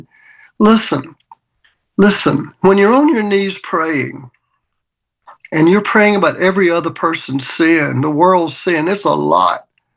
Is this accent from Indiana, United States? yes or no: no; Mississippi, United States; I grew up in the Mississippi in the era of total racism, fought it as even a young teenager.